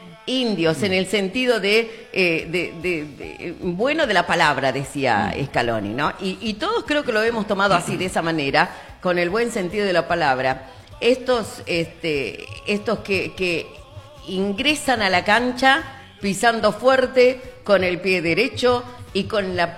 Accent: Argentina; Soy metemos argentino.

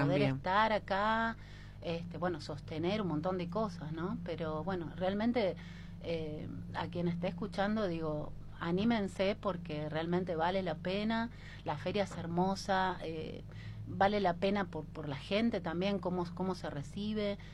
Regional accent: San Vicente, Buenos Aires Province, Argentina; San Vicente, Buenos Aires.

